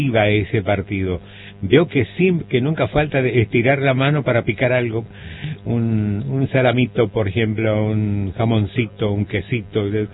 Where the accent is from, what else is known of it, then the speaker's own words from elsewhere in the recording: Argentina; todos a decir somos argentinos, viva Argentina, arriba Argentina